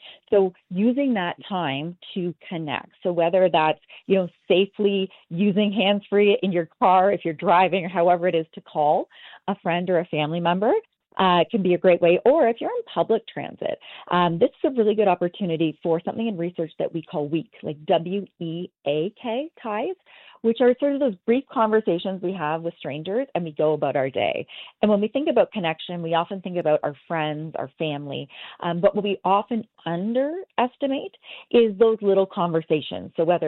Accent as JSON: {"language": "English", "region": "London", "country": "United Kingdom", "moved": "yes", "lives_now": "Toronto, Canada", "said": "I'm from London and I live in Toronto now."}